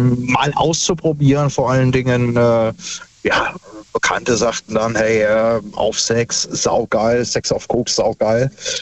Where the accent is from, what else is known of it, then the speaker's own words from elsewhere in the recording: Bad Kreuznach, Rhineland-Palatinate, Germany; Ei, sagen wir mal Kreuznach.